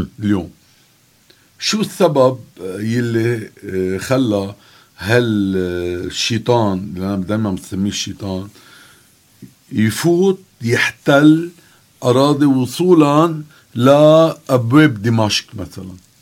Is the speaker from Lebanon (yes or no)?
yes; Lebanon; نحن كلبنانيين